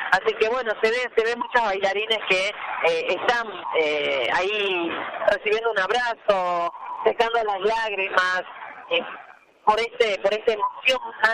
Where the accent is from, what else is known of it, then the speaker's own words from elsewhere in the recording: Argentina; Como argentinos que somos